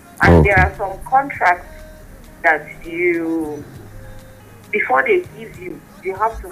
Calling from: Rayfield, Plateau, Nigeria; I'm calling from Rayfield.

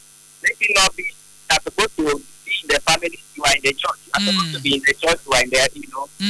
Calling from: Tanzania; I'm calling from Tanzania

